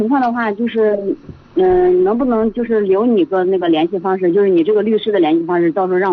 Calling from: Yuncheng, Shanxi, China; 就是山西运城的。

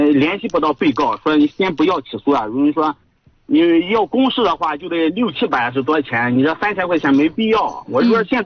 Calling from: Hejin, Shanxi, China; 我是河津的。

